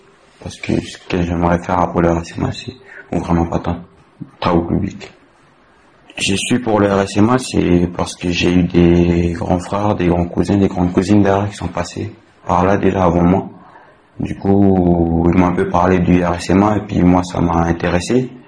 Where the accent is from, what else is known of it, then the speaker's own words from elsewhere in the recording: Lifou, Loyalty Islands Province, New Caledonia; j'ai 20 ans, je suis originaire de Lifou.